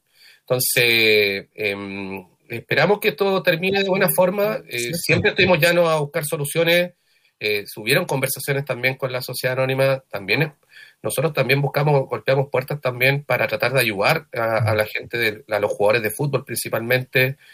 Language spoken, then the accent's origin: Spanish; Chile